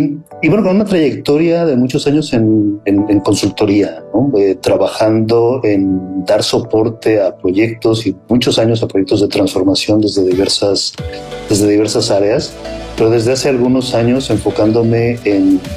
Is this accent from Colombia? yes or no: no; Mexico; born there; efectivamente, un individuo que nací en México